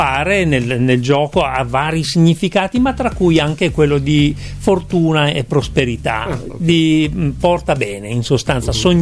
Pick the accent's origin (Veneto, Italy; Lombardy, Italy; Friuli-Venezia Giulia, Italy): Friuli-Venezia Giulia, Italy; Tolmezzo; born there; sono di origine molto molto mista, sono nato in Friuli a Tolmezzo, ma padre umbro, madre ligure